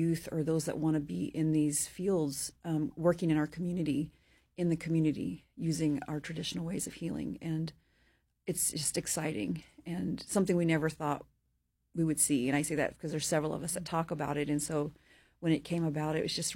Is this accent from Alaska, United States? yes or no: yes; Ketchikan, Alaska, United States; also born or lived in Hydaburg, Alaska; Well, so I grew up in Heidelberg and Ketchikan